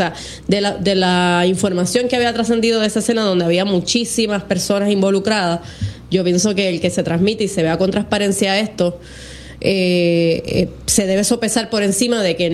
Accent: Caguas, Puerto Rico; yo soy de Caguas, tengo personas que me dicen que conocían a esa familia, imagínate.

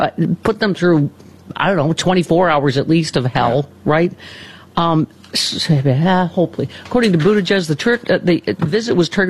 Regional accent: Lockport, New York, United States; moved away; Growing up in Lockport, New York

